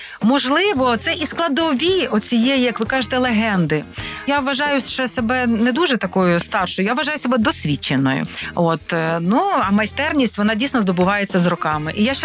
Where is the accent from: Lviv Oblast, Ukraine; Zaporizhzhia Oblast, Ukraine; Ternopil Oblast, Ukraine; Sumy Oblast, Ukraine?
Ternopil Oblast, Ukraine; Ternopil; born there